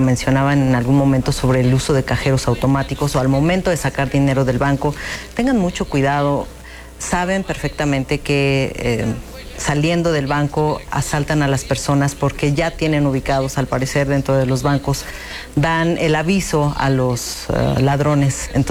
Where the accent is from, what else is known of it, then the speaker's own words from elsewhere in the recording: Mexico; Nosotros como mexicanos hemos sentido obviamente este tipo de sentimiento